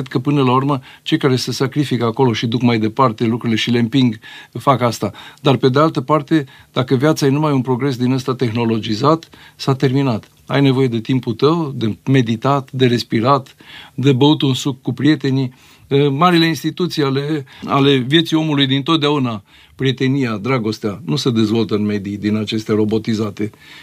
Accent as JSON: {"language": "Romanian", "town": "Arad", "region": "Arad County", "country": "Romania", "tie": "born or raised there", "moved": "yes", "lives_now": "Cluj-Napoca, Romania", "said": "orașul meu natal, care este Aradul, foarte mult. La Arad vezi un secesion, Art Nouveau, arhitectural splendid."}